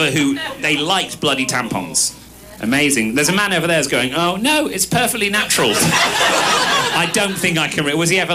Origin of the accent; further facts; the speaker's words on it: United Kingdom; I'm British.